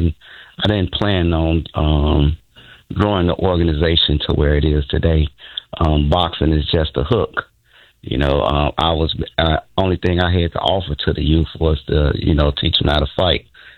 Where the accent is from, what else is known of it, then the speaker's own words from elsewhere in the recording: Chicago, Illinois, United States; I'm from North Lawndale community, born and raised. June 24th, 1976, brought up in a gang and drug infested community with no resources.